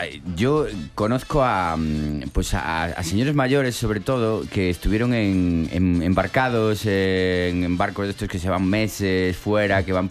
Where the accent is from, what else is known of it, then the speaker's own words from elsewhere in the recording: Galicia, Spain; nosotros que somos de Galicia